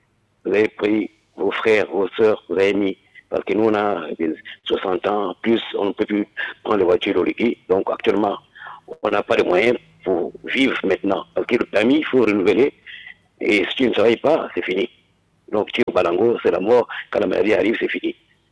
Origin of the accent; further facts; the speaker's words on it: Gabon; Nous sommes des Gabonais qui veulent travailler, simplement, pour nourrir la famille.